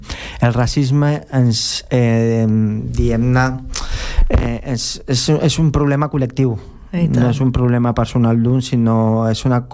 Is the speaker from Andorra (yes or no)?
no; Philippines; Catalan is a second language; jo no sóc xino, jo sóc filipí, jo no sóc tailandès